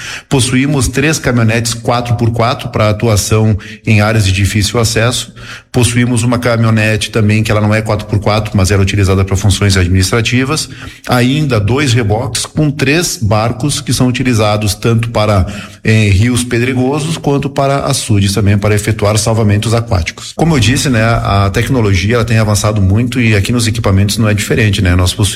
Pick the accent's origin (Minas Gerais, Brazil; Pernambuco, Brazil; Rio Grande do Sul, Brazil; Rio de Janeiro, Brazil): Rio Grande do Sul, Brazil; Farroupilha; Eu sou natural de Farroupilha, nasci, como eu disse, aqui em Farroupilha, tenho minhas raízes aqui na cidade